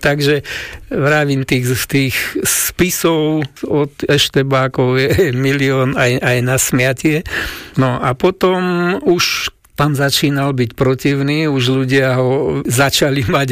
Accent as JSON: {"language": "Slovak", "town": "Liptovský Mikuláš", "region": "Žilina Region", "country": "Slovakia", "tie": "born or raised there", "said": "tam som sa narodil na fare, čiže to je moje rodisko a mám naozaj veľký srdcový vzťah. No a potom starý otec umrel … tak sme sa presťahovali do Mikuláša."}